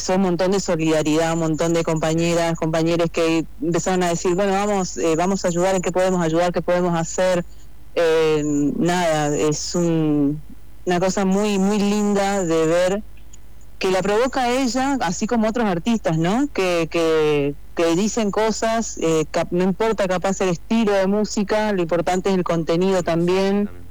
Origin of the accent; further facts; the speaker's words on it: Posadas, Misiones, Argentina; Está acá en Posadas, somos de Posadas.